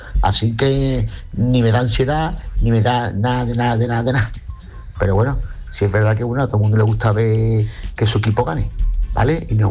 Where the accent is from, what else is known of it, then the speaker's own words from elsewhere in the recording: Cádiz, Andalusia, Spain; Hola, buenas tardes, Yuyu y compañía. … de Cádiz.